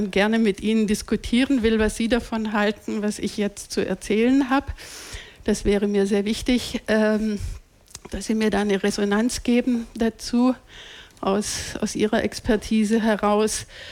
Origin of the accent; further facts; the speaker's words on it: Freiburg im Breisgau, Baden-Württemberg, Germany; ich komme aus Freiburg im Breisgau, also am südlichsten, schönsten Zipfel